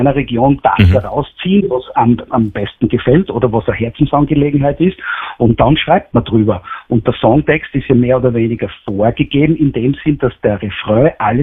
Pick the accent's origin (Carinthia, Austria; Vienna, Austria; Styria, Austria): Styria, Austria